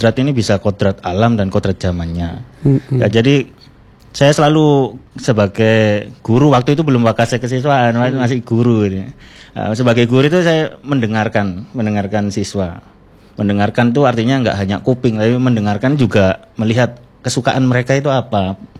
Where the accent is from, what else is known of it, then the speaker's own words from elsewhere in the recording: Surabaya, East Java, Indonesia; born there; moved away as an adult; now in Sampang, Indonesia; saya kan bukan asli Sampang nih. Asli Surabaya saya.